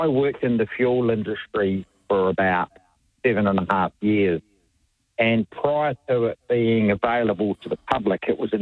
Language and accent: English; Victoria, Australia; I've got to run on my home state time, which is Victoria.